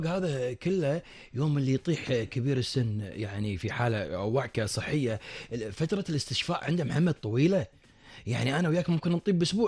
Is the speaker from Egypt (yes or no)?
no; Kuwait; احنا يعني كويتيين ومتعودين على الحر،